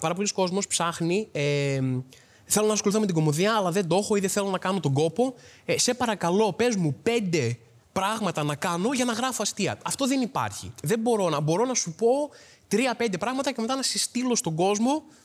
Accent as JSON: {"language": "Greek", "town": "Trikala", "region": "Thessaly", "country": "Greece", "lives_now": "Athens, Greece", "said": "Εμείς ήρθαμε από Τρίκαλα που είχαμε δύο μαγαζιά όλα και όλα. Οπότε ήρθαμε εδώ που είχε χιλιάδες"}